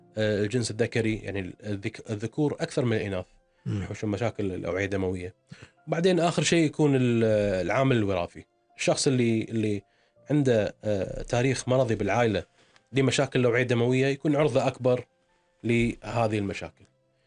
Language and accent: Arabic; Kuwait; احنا عندنا بالكويت